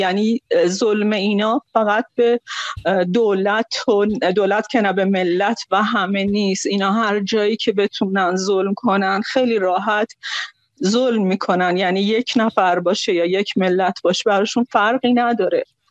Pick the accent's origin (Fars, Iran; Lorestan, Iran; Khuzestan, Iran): Khuzestan, Iran; با این حال که خودم خوزستانیم، خیلی از فامیلام تو خوزستانن، برادرم که پدر جاوید نامه الان توی اندیمشک داره کار میکنه